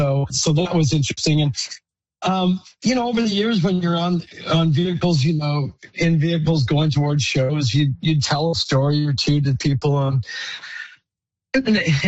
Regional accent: Regina, Saskatchewan, Canada; I come from Regina, where there wasn't a whole lot of blues players in town, and you know, the idea of being a blues player in the middle of Canada always felt unlikely

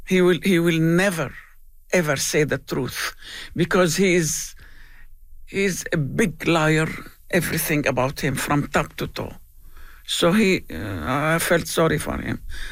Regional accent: Damascus, Damascus Governorate, Syria; I'm from Damascus

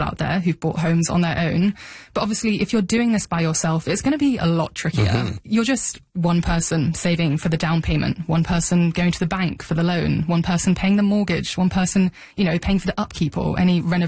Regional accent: United Kingdom; moved away as an adult; also born or lived in London; now in Vancouver, Canada; listeners can tell at this point, but I'm not from Canada. Mm. I moved to Vancouver from the UK a couple of years ago.

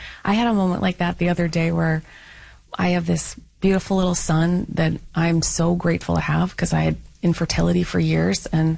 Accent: Canada; now in North Carolina, United States

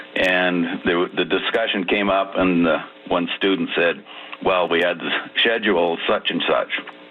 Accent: Calgary, Alberta, Canada; born there; now in Claresholm, Canada; about 50 years ago, I was in St. Mary's High School in Calgary

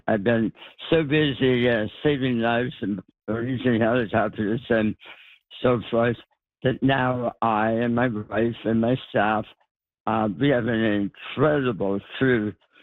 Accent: Northern Canada, Canada; I'm a Northerner. I'm a Canadian.

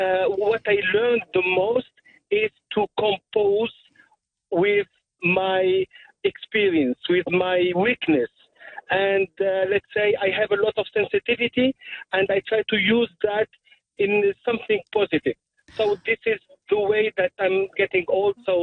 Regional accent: Tunisia; moved away as an adult; now in North Shore, Canada; Originally, I'm from Tunisia. I moved to Canada in 2006. And now I'm getting old in Canada.

